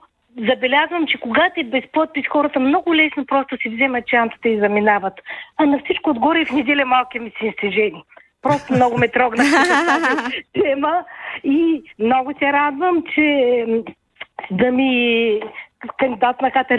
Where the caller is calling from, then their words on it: Varna, Varna Province, Bulgaria; съм от Варна.